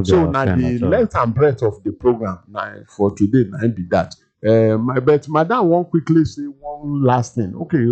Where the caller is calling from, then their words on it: Ajegunle, Lagos, Nigeria; I'm calling from Ajegunle.